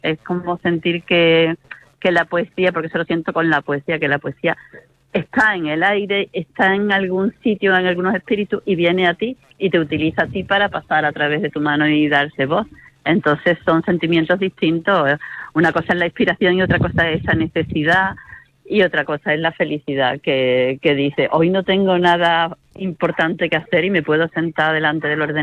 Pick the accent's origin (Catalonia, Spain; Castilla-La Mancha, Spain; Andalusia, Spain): Andalusia, Spain; Niebla; moved away; Mi pueblo, por ejemplo, en Niebla, que es donde yo me crié